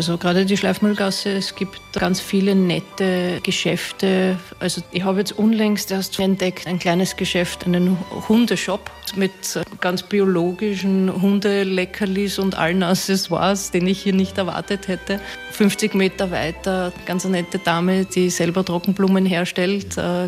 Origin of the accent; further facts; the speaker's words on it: Vienna, Austria; Also ich bin ja eher im Süden Wiens aufgewachsen.